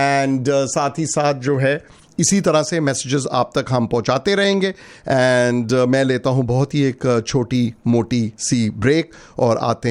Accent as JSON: {"language": "Hindi", "region": "Punjab", "country": "India", "said": "और मैं खुद पंजाबी हूँ, so proud to be Punjabi, and पंजाबियत को आज सेलिब्रेट करेंगे।"}